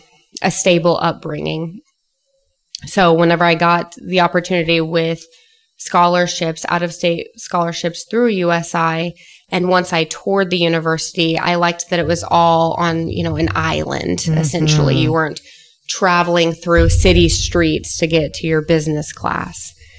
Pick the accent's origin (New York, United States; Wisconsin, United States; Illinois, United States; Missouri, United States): Illinois, United States; Jerseyville; moved away as an adult; now in Evansville, United States; it's Jerseyville, Illinois. It's about 50 miles north of St. Louis. It's a very small farming community. In fact, we had one middle school, one high school.